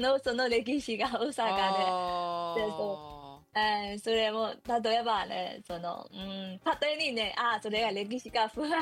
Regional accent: Myanmar; Japanese is a second language; moved away as an adult; now in Osaka, Japan

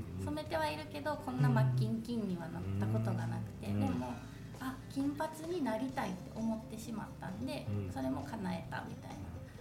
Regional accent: Shiga, Japan; born there; moved away as an adult; also born or lived in Kyoto / Matsuyama, Ehime / Germany / Osaka; now in Ibaraki, Japan; 育ちは京都と滋賀で、うん、あとまあドイツを1年ほど挟んでるんですけれども。

